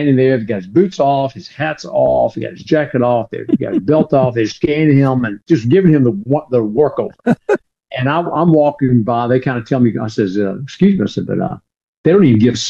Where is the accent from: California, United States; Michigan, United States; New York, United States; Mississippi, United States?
Mississippi, United States; Leland